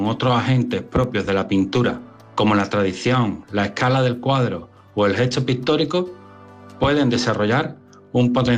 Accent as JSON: {"language": "Spanish", "town": "Jerez de la Frontera", "region": "Andalusia", "country": "Spain", "also_born_or_lived": "Seville", "said": "Mi vocación artística nació antes, en Jerez de la Frontera, de donde soy. Vengo de una familia de pintores."}